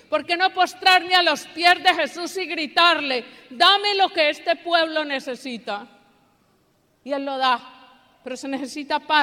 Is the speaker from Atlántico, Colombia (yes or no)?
no; Medellín, Antioquia, Colombia; en mi tierra, en Medellín.